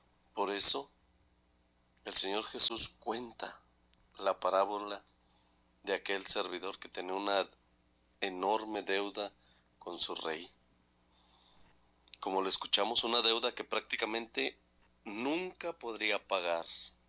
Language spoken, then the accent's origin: Spanish; Mexico